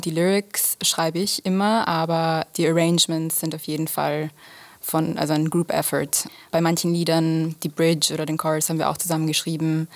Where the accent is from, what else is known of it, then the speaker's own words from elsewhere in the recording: Vienna, Austria; Nein, ich bin in Wien aufgewachsen. Ich bin halb Italienerin, halb Australierin, aber eigentlich Wienerin im Herzen.